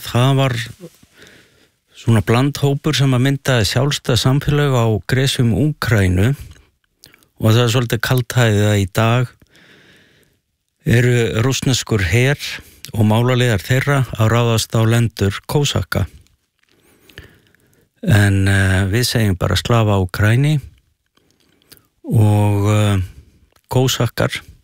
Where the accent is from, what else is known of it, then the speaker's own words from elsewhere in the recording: Helsinki, Uusimaa, Finland; Ég fæddur í Finnlandi og er svona kaldastríðsbarn.